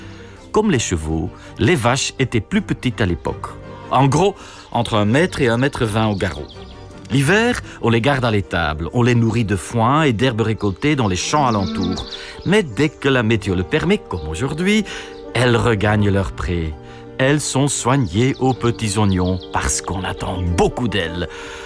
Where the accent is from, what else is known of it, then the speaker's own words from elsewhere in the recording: Flanders, Belgium; Et dans la campine, de Kempen, comme on dit nous, là d'où je viens, la région à l'est d'Anvers, ce dialogue a longtemps perduré. J'ai connu ça, enfant, quand j'étais à la ferme